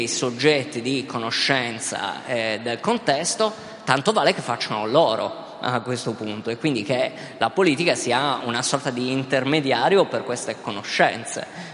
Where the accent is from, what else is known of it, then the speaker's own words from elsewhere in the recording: Sardinia, Italy; siccome sono sardo, quando venivo nella penisola magari venivo valutato attraverso stereotipi